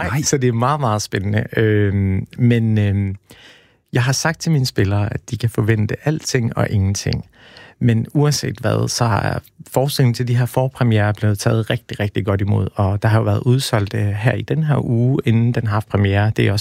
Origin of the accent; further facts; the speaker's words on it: Aarhus, Central Denmark Region, Denmark; jeg er jo selv fra Aarhus, og jeg gik i 10. klasse i Brabrand i Torvshøjskolen